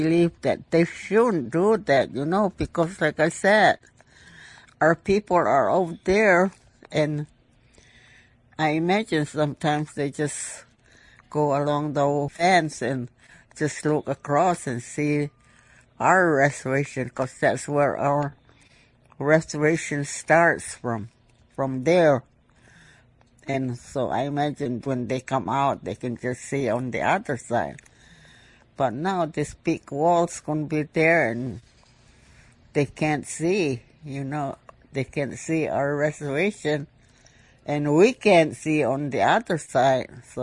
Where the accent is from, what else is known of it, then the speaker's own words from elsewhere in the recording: Arizona, United States; moved away as an adult; now in San Francisco, United States; I grew up in Kapawa. I don't know if you know where that is. Anyway, I was born there, raised up by my grandparents